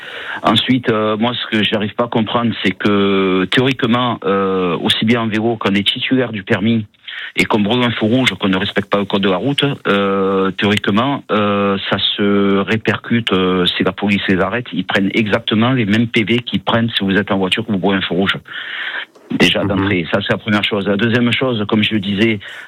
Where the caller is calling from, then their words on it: Marseille, Provence-Alpes-Côte d'Azur, France; moi j'habite au Saint-Marguerite. Donc quand vous descendez direction Dromel, quoi.